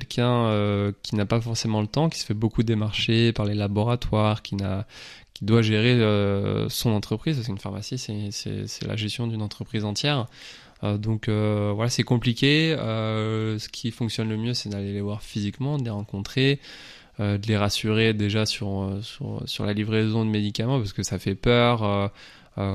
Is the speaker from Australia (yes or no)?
no; Lorient, Brittany, France; je suis de Lorient, je suis revenu sur Lorient.